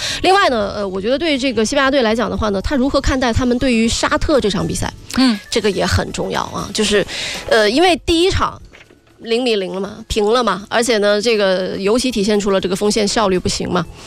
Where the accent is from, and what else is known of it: China